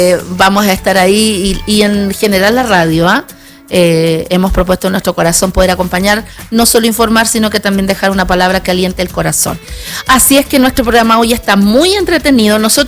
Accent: Chile; nosotros como chilenos

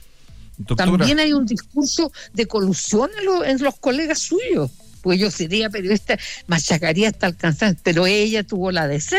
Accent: Chile

